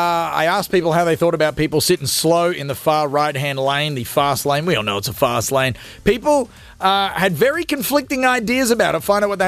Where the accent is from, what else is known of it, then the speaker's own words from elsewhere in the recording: Australia; And being Australian, I don't know why, my heart of hearts was like, it took everything in me to stop yelling back at this guy.